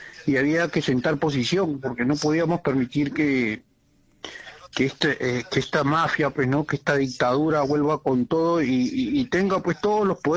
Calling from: Lima, Peru; acá de Lima.

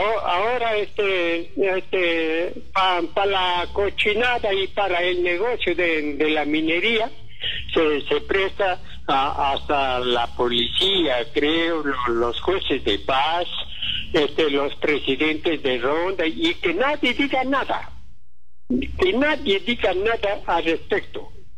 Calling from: Cajamarca, Peru; a nivel de nuestro país peruano y referente también de nuestro departamento de Cajamarca.

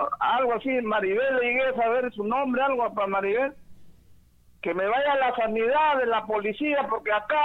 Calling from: Peru; yo soy peruano, no soy chileno.

